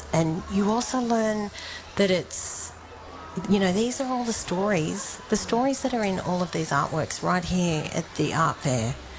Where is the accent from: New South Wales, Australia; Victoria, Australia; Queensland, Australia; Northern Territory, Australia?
New South Wales, Australia; La Perouse; Look, I am from La Perouse, so I describe myself as a concrete quarry. I totally urban Aboriginal, like footballing family, family of wharfies and blue-collar workers.